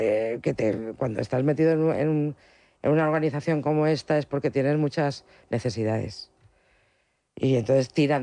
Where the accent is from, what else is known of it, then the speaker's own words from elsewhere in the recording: Spain; O sea, Los Domingos la entiendo perfectamente porque está en nuestra forma de ser como españoles. Hemos vivido todo este proceso de la Iglesia, etc.